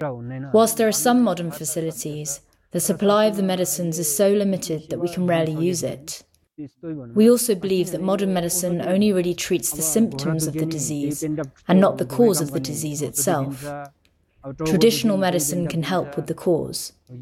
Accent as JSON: {"language": "English", "town": "Phu", "region": "Gandaki Province", "country": "Nepal", "said": "I am from Phu village. It is a very remote village at 4,100 metres. It is very hard to live here."}